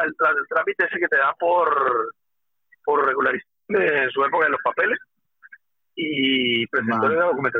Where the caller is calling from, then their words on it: Madrid, Community of Madrid, Spain; te llamo de Madrid.